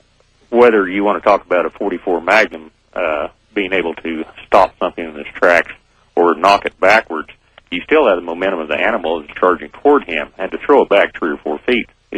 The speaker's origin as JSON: {"language": "English", "region": "Kansas", "country": "United States", "said": "I'm from Kansas."}